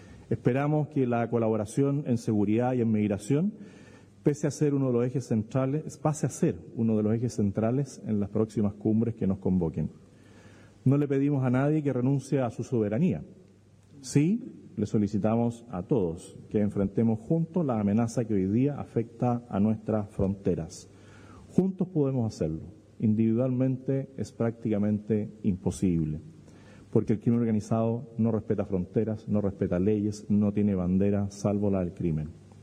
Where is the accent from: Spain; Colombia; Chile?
Chile; Como chilenos sabemos colaborar.